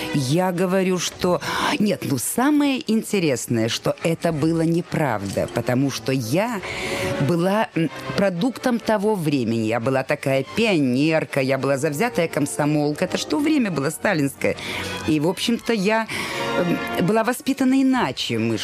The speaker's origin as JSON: {"language": "Russian", "region": "Kyiv", "country": "Ukraine", "said": "а я киевлянка."}